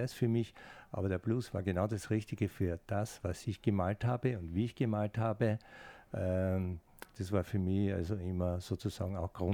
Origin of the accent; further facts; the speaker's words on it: Styria, Austria; Ich komme ja aus der Steiermark, da heißt es bei uns Blaudruck, zum Färben von Stoffen.